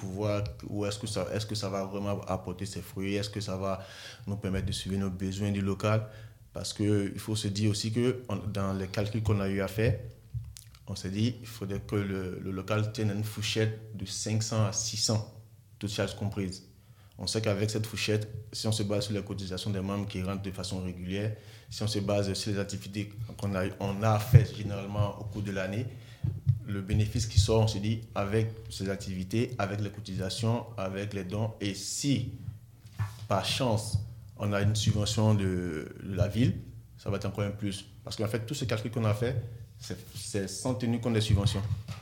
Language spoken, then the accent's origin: French; Côte d’Ivoire; now in Saint-Étienne, France; chez nous en Côte d'Ivoire.